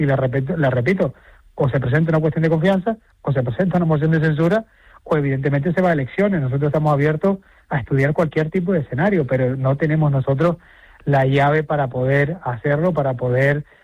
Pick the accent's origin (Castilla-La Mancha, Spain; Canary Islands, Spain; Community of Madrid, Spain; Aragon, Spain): Canary Islands, Spain; no ya como compañeros de Coalición Canaria, como canarios en sí